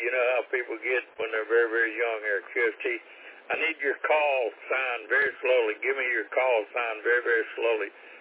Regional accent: Texas, United States; born there; I was born in Texas. I live in Texas now, here in the United States.

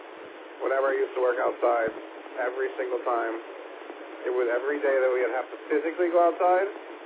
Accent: New York, United States; I'm from New York, so I'm from upstate New York, up in the capital area near Albany, outside of there, in the woods of, basically the woods of New York.

